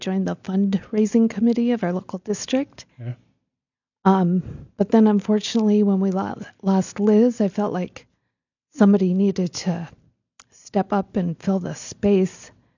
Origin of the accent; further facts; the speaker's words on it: Mandan, North Dakota, United States; moved away as an adult; also born or lived in Fargo-Moorhead / Brownsville, Texas; I grew up in Mandan. I was number 5 out of 6 children. And after I graduated high school, I moved to Fargo-Moorhead